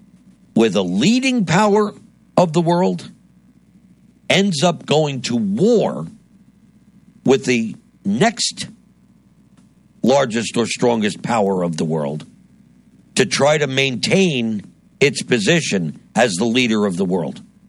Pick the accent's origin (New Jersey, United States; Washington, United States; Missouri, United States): New Jersey, United States; my home state of New Jersey